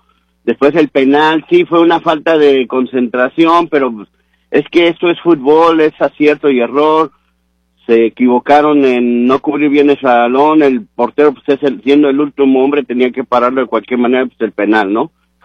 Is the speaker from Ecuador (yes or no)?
no; Mexico